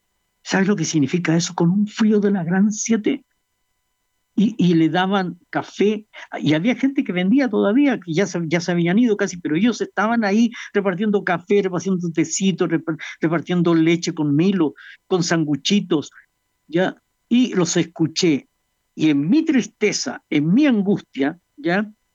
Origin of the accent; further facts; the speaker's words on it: Chile; como los chilenos somos chilenos